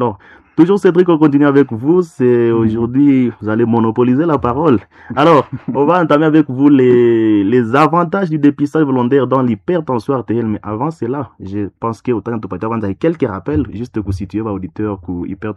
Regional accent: DR Congo; en Afrique et chez nous, en RDC en particulier.

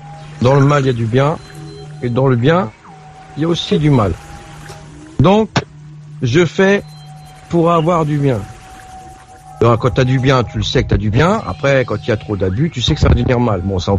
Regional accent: France; born there

